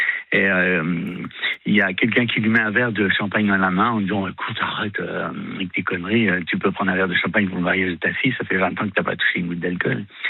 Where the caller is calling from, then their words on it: Nantes, Pays de la Loire, France; je suis sur Nantes